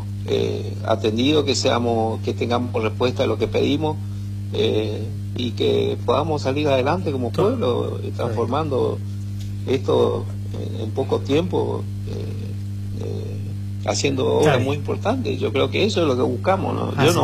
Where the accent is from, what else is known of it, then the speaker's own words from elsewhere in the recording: Misiones, Argentina; Yo simplemente pienso en lo que es Misiones, en lo que es mi pueblo, y nada más.